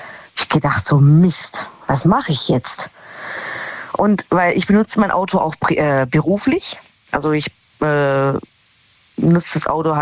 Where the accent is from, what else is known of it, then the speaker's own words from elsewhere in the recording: Gschwend, Baden-Württemberg, Germany; Aus Gschwend.